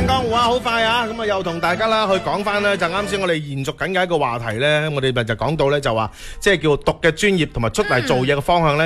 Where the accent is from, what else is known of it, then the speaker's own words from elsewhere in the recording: Foshan, Guangdong, China; 作为一个佛山人，我系几幸运咧